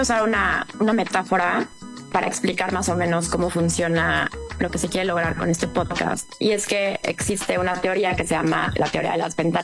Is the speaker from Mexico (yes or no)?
yes; Mexico; nosotros como mexicanos